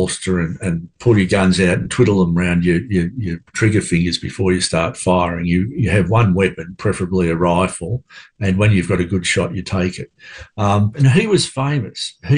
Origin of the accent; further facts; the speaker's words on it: Australia; moved away as an adult; my family heritage as an Australian growing up in the 50s and 60s